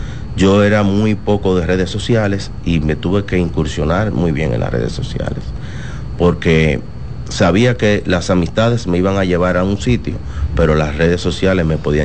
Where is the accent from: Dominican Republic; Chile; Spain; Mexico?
Dominican Republic; moved away; Como vengo de otra parte del mundo y soy dominicano